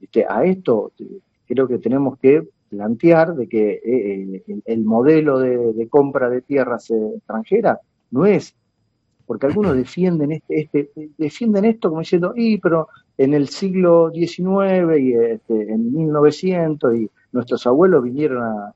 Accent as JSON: {"language": "Spanish", "country": "Argentina"}